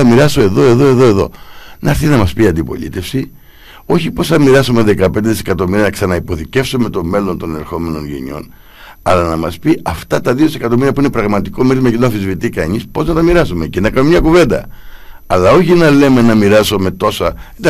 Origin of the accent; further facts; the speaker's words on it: Greece; εγώ ως Έλληνας πολίτης νιώθω υπερήφανος